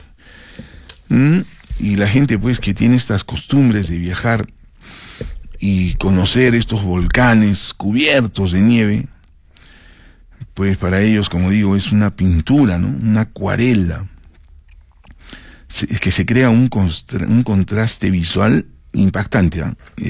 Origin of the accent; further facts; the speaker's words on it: Arequipa, Peru; los que somos arequipeños